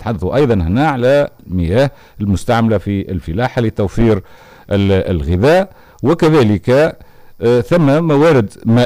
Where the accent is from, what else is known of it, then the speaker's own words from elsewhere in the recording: Tunisia; عندنا في تونس